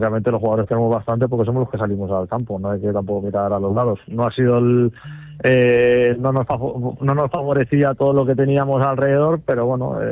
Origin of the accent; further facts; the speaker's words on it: Guadalajara, Castilla-La Mancha, Spain; Yo al final soy de aquí, de Guadalajara